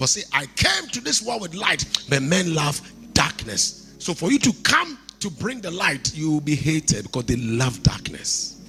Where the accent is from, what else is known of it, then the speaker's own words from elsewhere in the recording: Kumasi, Ashanti, Ghana; I come from Kumasi.